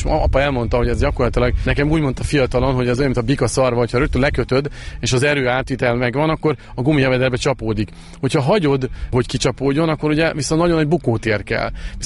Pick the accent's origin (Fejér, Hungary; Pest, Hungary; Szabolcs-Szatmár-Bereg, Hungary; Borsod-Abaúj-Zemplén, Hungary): Szabolcs-Szatmár-Bereg, Hungary; Nyíregyháza; Nyíregyháziként ugye ott nem volt jelen nagyon az a sport